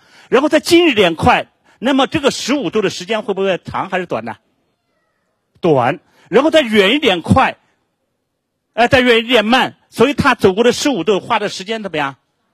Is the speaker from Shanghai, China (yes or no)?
yes; Shanghai, China; 这是我们上海人测出来的